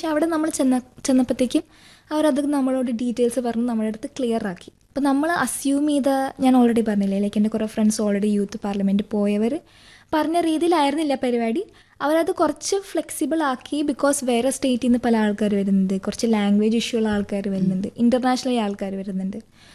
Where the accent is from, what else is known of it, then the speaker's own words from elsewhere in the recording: Kerala, India; ഞാൻ പറഞ്ഞു ഞാൻ മലയാളിയാണ്, കണ്ടാൽ തോന്നത്തില്ല എനിക്ക് ഹിന്ദി അറിയാം.